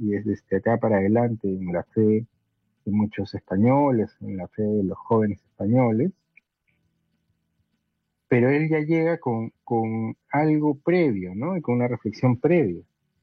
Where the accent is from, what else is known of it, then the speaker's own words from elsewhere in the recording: Peru; yo soy bien peruano, ¿no?